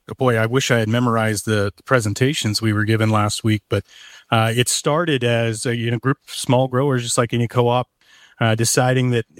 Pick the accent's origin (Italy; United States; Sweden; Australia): United States; California; as a Californian, you got to read Steinbeck.